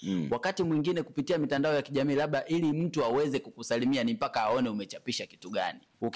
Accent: Mbezi, Dar es Salaam, Tanzania; kutoka Mbezi.

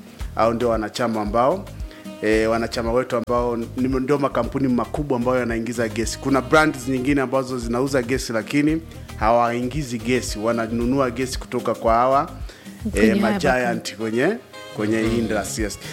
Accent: Njombe, Tanzania; now in Dar es Salaam, Tanzania; Mimi Njombe.

